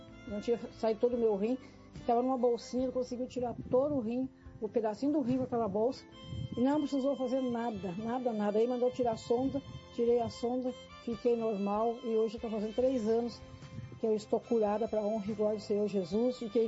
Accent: São Jerônimo, Rio Grande do Sul, Brazil; aqui de São Jerônimo.

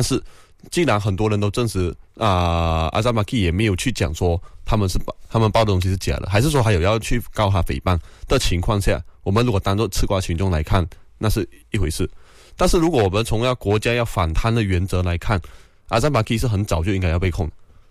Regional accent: Malaysia; 作为马来西亚人

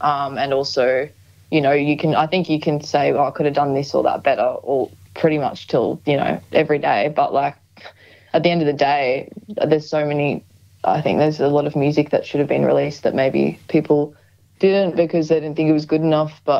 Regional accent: Queensland, Australia; Oh, yeah, I'm just from Queensland. You know. I did grow up doing a lot of singing training

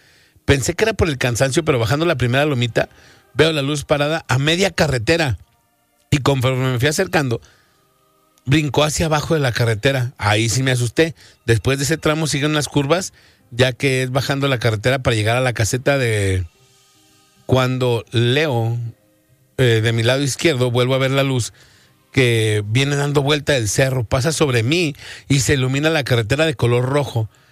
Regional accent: Celaya, Guanajuato, Mexico; now in Guadalajara, Mexico; yo soy de Celaya, Guanajuato. Y por esta empresa llegué a Guadalajara a trabajar.

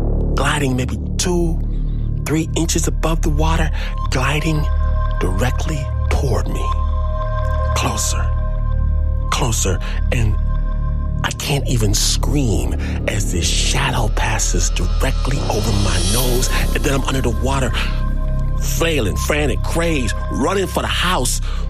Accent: Michigan, United States; I'm from Michigan. I know foxes don't fly.

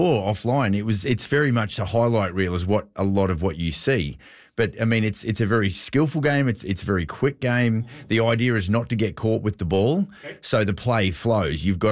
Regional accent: Australia; now in Kelowna, Canada; when you're in Australia as an Aussie, you don't get the ask.

